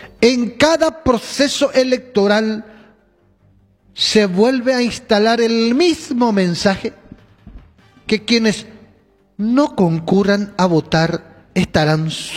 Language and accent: Spanish; Paraguay; como ciudadano paraguayo, considero realizar una reflexión constitucional.